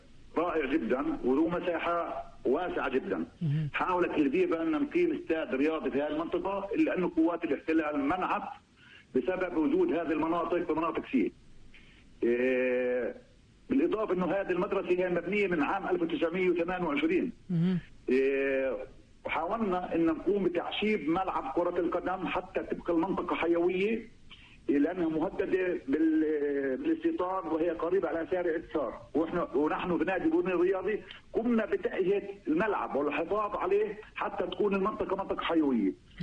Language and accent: Arabic; Burin, West Bank, Palestine